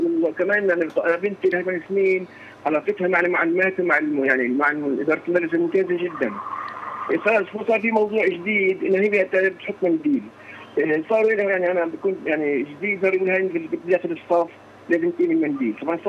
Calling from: Hebron, West Bank, Palestine; من الخليل

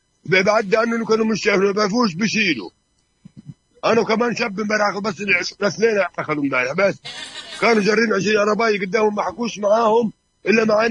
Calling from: Hebron, West Bank, Palestine; من الخليل.

